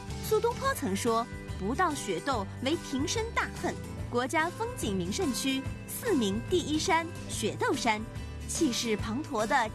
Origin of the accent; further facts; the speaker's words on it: Shanghai, China; 那说到宁波啊，我们上海人是非常喜欢去的。